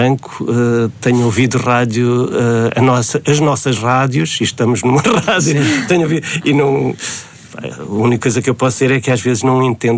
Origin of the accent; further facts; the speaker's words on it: Mozambique; Acho que não, é claro, quando era miúdo em Moçambique.